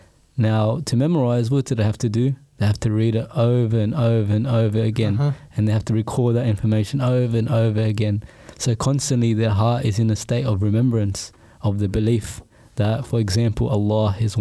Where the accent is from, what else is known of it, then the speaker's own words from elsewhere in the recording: Australia; definitely growing up in Australia, like in Australian schools